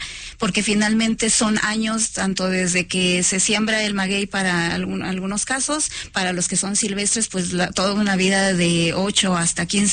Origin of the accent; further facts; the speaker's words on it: Mexico; Y es conservar como mexicanos esta parte de que pues el mezcal nos dé a conocer en otros lados